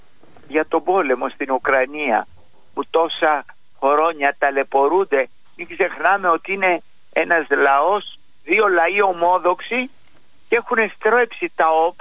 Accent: Greece; εμείς την Εκκλησία της Ρωσίας, οι Έλληνες, την αγαπάμε.

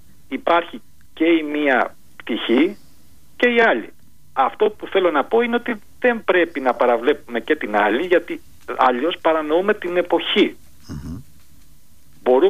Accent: Greece; για εμάς τους Έλληνες

